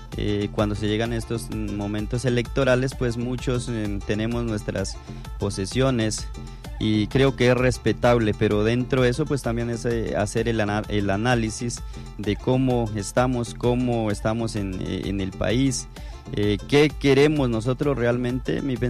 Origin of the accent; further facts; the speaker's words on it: Colombia; pues igual nosotros somos colombianos